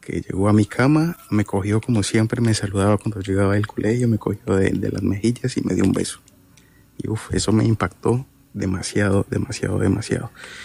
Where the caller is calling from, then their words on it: Cali, Valle del Cauca, Colombia; tuvimos que llevarla para la casa, para Cali